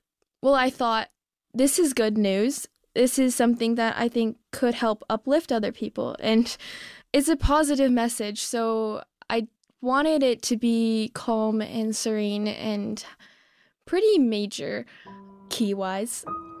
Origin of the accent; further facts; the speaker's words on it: South Pasadena, California, United States; I am from South Pasadena, California, and I play the violin.